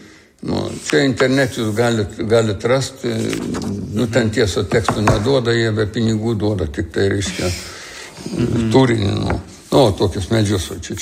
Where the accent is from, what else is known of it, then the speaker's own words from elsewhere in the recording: Palanga, Klaipėda County, Lithuania; Nu, kadangi nuo 3 metų amžiaus esu palangiškis, reiškia, tai ir iš tų naujųjų palangiškių kartos, kurie moka plaukti